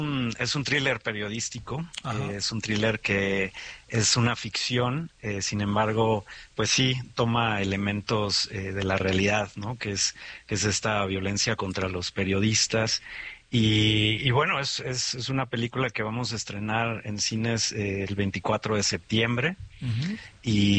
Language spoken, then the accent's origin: Spanish; Xalapa, Veracruz, Mexico; Yo soy de Jalapa.